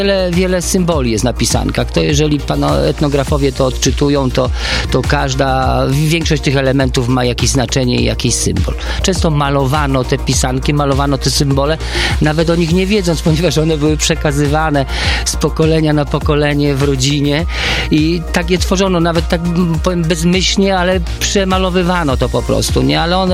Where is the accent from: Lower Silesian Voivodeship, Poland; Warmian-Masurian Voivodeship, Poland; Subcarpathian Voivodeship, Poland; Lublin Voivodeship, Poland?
Lower Silesian Voivodeship, Poland; born there